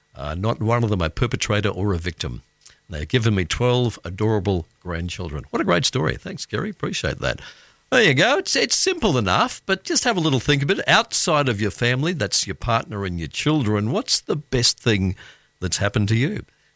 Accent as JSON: {"language": "English", "region": "Queensland", "country": "Australia", "lives_now": "Newcastle, Australia", "said": "One, coming to Newcastle, because I am from Queensland, but coming to Newcastle and coming to this radio station"}